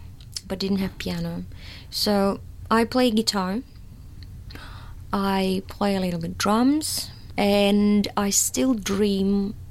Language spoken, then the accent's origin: English; Russia; moved away as an adult; now in Australia; apparently, and I'm from Russia and have been in Australia for the last almost 9 years.